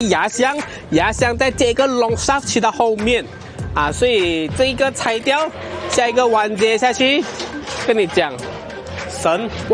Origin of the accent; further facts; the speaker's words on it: Miri, Sarawak, Malaysia; 跟我们米粒啊，因为我来自米粒嘛，米粒废铁厂的车都没有这样漂亮。